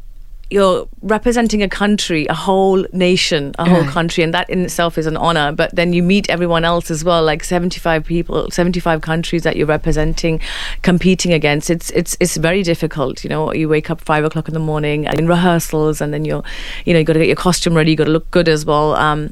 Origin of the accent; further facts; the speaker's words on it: London, United Kingdom; moved away as an adult; now in Dubai, United Arab Emirates; I come from a psychology degree. So I'm born and raised in London, mm-hmm. and I have a psychology degree background. I've been living here for, say, over 10 years now.